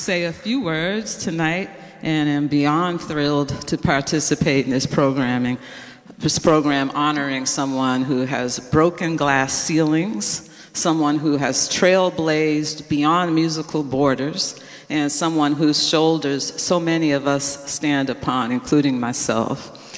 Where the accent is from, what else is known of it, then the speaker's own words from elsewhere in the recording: East Coast, United States; moved away; also born or lived in New York; I was from the East Coast